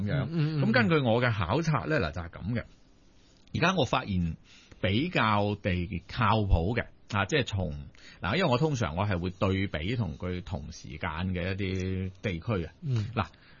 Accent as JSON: {"language": "Cantonese", "town": "Guangzhou", "region": "Guangdong", "country": "China", "tie": "born or raised there", "moved": "yes", "said": "因為我記得我細個嗰陣時喺廣州嘅生活啊。"}